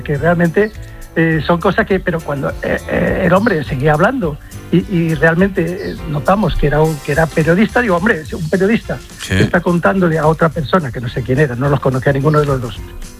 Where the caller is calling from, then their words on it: Madrid, Community of Madrid, Spain; tenemos casa allí, aunque vivo en Madrid.